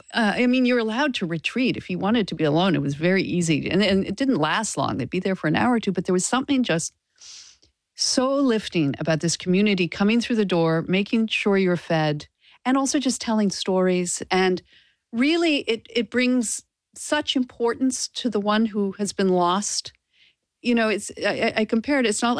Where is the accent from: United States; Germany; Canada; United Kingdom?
Canada; I was very attracted to Judaism as a religion. I grew up Episcopal in Canada. I wasn't not religious, but I just took it as it was given to me.